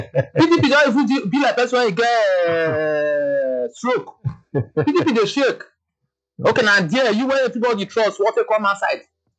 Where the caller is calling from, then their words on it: Ojo, Lagos, Nigeria; I'm calling you from Ojo.